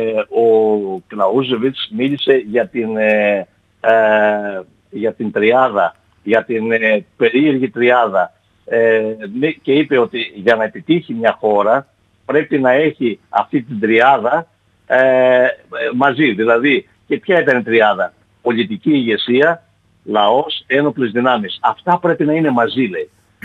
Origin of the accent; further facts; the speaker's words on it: Epirus, Greece; Στην πατρίδα μου την Ήπειρο.